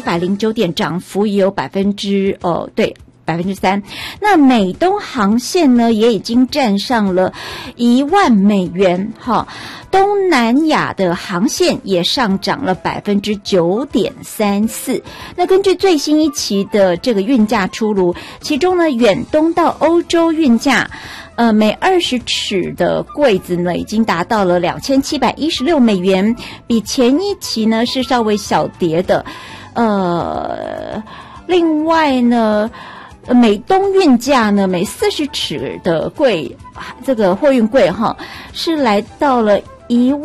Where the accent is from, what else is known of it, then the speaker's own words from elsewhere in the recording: Taiwan; 我们台湾人很有趣。